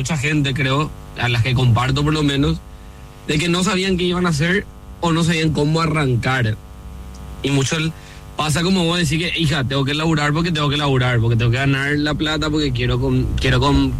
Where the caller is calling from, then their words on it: Paraguay; los ciudadanos que somos paraguayos